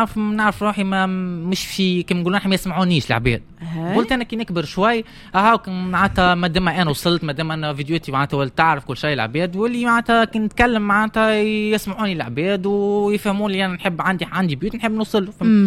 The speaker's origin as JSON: {"language": "Arabic", "country": "Tunisia", "said": "نشرف بلادي تونس"}